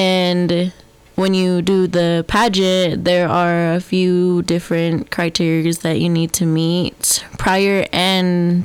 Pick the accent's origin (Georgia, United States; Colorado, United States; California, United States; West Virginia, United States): Colorado, United States; I am a full Ute woman. I am Southern Ute and Ute Mountain. I come from the Moach, Kaputa, and Weenooch bands.